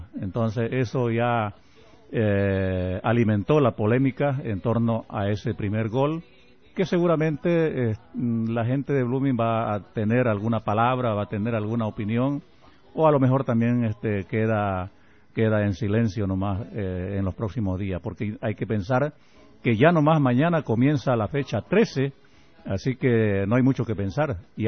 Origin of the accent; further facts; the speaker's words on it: Bolivia; como bolivianos estamos muy contentos